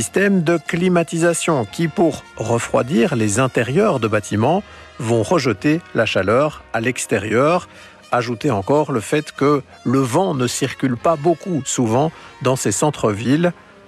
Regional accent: Belgium; même chez nous, en Belgique

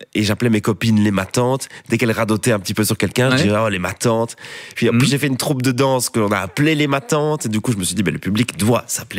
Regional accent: Ath, Wallonia, Belgium; accent: eastern Ath accent, close to Borinage; Mais non, moi je suis de Hatte. Mais Hatte, on a plusieurs accents. Hatte, l'accent de l'Est et l'accent de l'Ouest. Et moi, j'ai l'accent de l'Est. parce que le village de Mafle, d'où vient mon père, est très proche de Brugelette.

